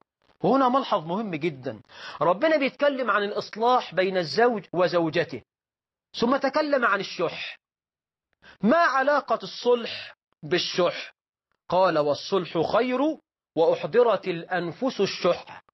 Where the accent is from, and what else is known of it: Egypt